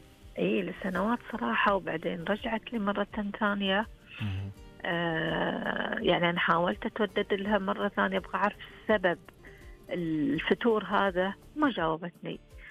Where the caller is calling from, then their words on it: Eastern Province, Saudi Arabia; عندنا في الشرقية